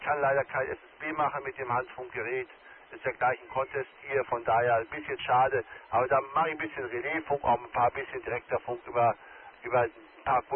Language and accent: German; North Rhine-Westphalia, Germany; weil ich komme aus der Nähe von Paderborn.